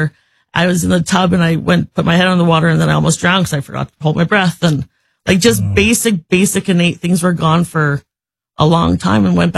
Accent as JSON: {"language": "English", "town": "Regina", "region": "Saskatchewan", "country": "Canada", "tie": "born or raised there", "said": "That is correct. Spent 47 years here almost."}